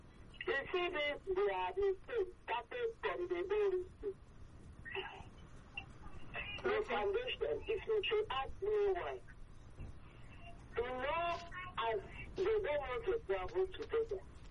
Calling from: Ikorodu, Lagos, Nigeria; But I'm here from Ikorodu.

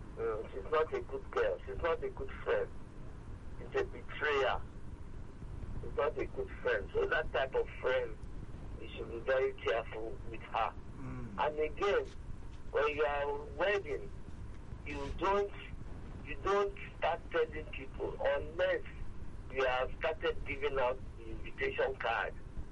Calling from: Ibeju-Lekki, Lagos, Nigeria; I'm calling from Ibejuleki.

